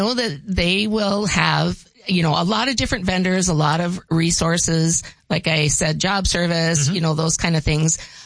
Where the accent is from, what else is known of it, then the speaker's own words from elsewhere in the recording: Grand Forks, North Dakota, United States; I'm from Grand Forks here.